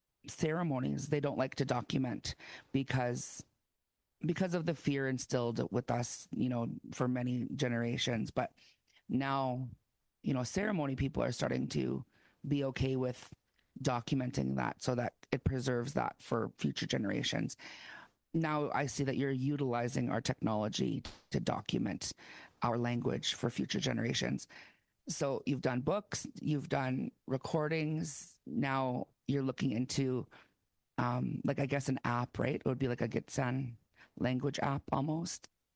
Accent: Winnipeg, Manitoba, Canada; You know, I'm half Cree, half Gitxsan. Growing up in Winnipeg, I only learned in the summer when we'd visit or Christmas with my mom.

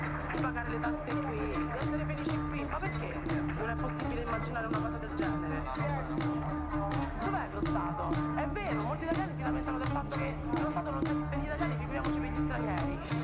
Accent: Rome, Lazio, Italy; io vado in giro nel mondo e dico che sono romana

